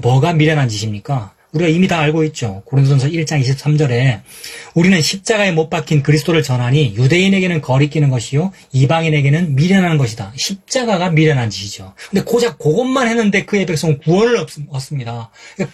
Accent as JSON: {"language": "Korean", "region": "Gyeongsang", "country": "South Korea", "tie": "born or raised there", "said": "내 고향이 대구는 아니지만 경상도 사람이니까 알아듣는단 말입니다."}